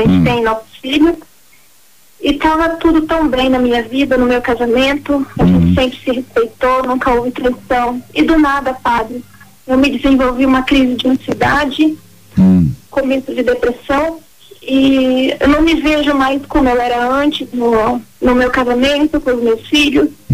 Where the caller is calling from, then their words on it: Paraná, Brazil; Eu sou do Paraná